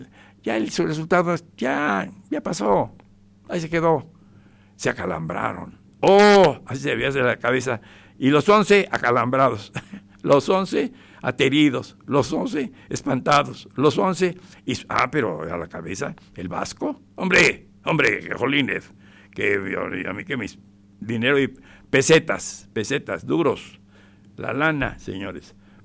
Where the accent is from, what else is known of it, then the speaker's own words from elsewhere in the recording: Guadalajara, Jalisco, Mexico; born there; Sí, allá están jugando en mi tierra tapatía, donde yo mero nací.